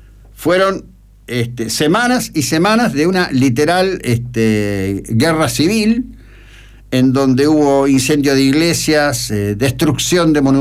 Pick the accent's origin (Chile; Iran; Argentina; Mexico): Argentina